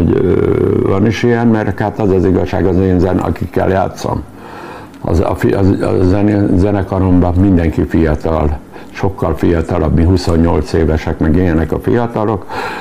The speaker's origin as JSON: {"language": "Hungarian", "region": "Budapest", "country": "Hungary", "tie": "born there", "also_born_or_lived": "Újpalota, Budapest", "said": "mivel itt születtem Kőbányán. Én 5 évig nem laktam itt. 5 évig Újpalotán laktam a mostani asszonyommal."}